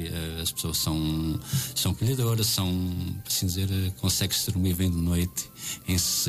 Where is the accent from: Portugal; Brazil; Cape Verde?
Portugal; Constance, Norte; agora gosto muito da minha terra, nasci e cresci.